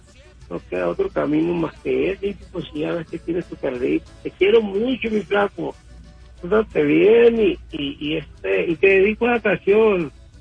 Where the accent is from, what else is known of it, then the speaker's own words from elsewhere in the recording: Guasave, Sinaloa, Mexico; now in Kansas City, United States; Nosotros somos de ahí de Guasave, Sinaloa. Nosotros vamos por 37 años aquí.